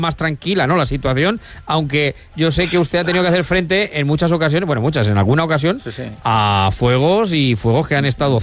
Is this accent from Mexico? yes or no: no; Castilla-La Mancha, Spain; born there; Si somos, decía … que nació en el Mediterráneo, pues nosotros nacimos en La Mancha, claro.